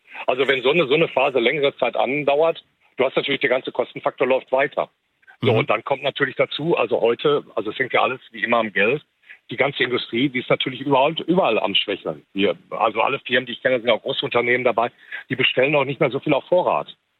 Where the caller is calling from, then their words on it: Bochum, North Rhine-Westphalia, Germany; Ich rufe aus Bochum an, aus dem Herzen des Ruhrgebiets.